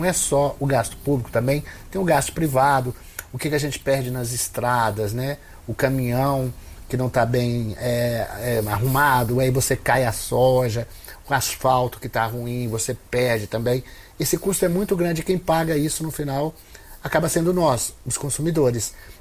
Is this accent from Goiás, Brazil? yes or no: yes; Goiás, Brazil; eu sou goiano